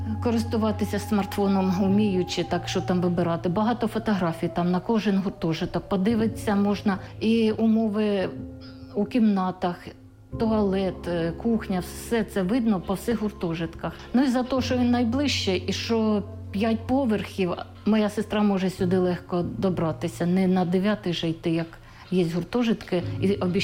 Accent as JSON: {"language": "Ukrainian", "town": "Sosnovyi Bir", "region": "Kharkiv Oblast", "country": "Ukraine", "moved": "as an adult", "said": "Вовчанська громада, село Сосновий Бір."}